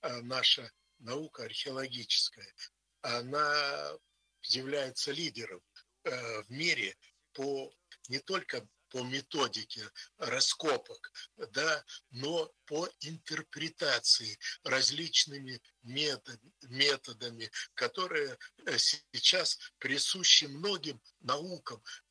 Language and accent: Russian; Siberia, Russia; за свою любимую Сибирь, за ту территорию, на которой мы живем. Сибиряки – это гордое такое.